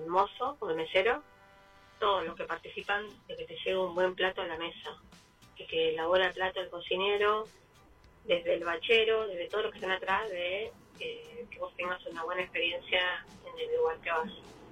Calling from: Pilar, Buenos Aires Province, Argentina; de Pilar.

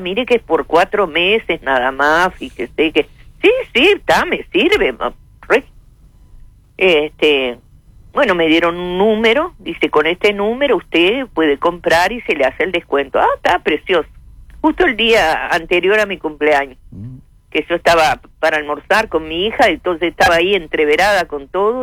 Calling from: Montevideo, Uruguay; pues yo vivo en Colón

